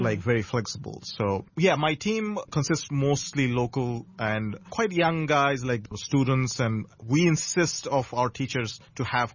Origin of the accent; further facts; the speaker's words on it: Bangladesh; growing up in Bangladesh